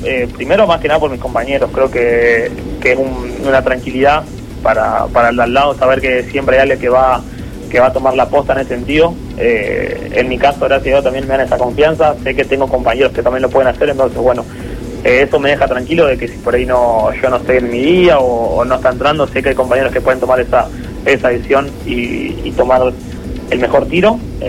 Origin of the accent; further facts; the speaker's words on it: Buenos Aires, Argentina; Yo vengo de la zona de Buenos Aires, que por ahí éramos más equipos y no era tanta la paridad entre los 8 equipos.